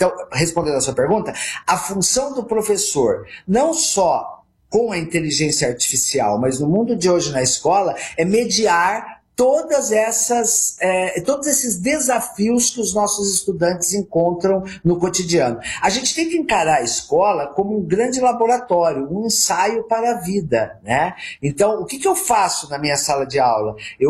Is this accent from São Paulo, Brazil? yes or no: yes; Ourinhos, São Paulo, Brazil; em Ourinhos, que é onde eu nasci